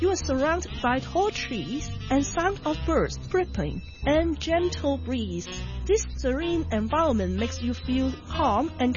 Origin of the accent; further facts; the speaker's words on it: Hong Kong; As a typical Hong Konger